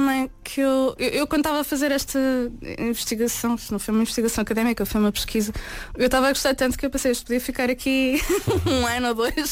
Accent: Portugal; accent: Portuguese

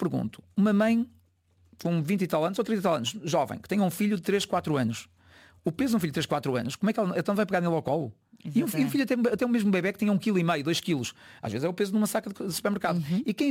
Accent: Braga, Norte, Portugal; eu também sou de Braga

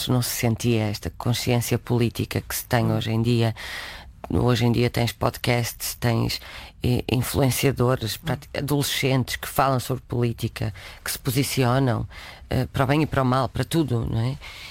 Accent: Norte, Portugal; Eu quis ir gravar ao Minho e não foi porque eu sou dali

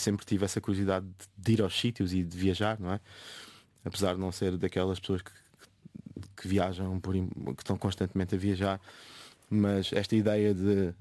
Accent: Lisbon, Portugal; Sim, eu cresci em Lisboa, mas não cresci mesmo no centro de Lisboa.

